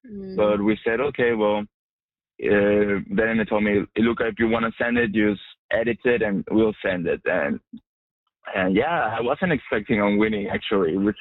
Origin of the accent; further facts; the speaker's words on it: Mexico; also born or lived in Argentina; I'm not from here, right? Like I was born in Argentina. I grew up in Mexico and I know my fair share of World War II history because, well, I love history.